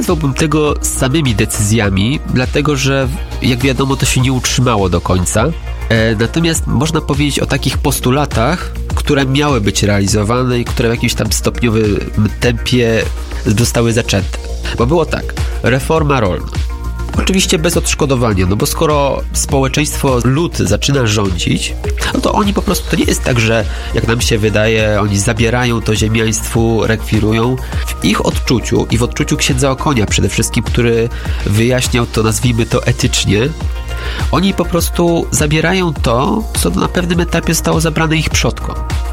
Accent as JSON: {"language": "Polish", "town": "Rzeszów", "region": "Subcarpathian Voivodeship", "country": "Poland", "said": "u nas na Podkarpaciu, w Rzeszowie"}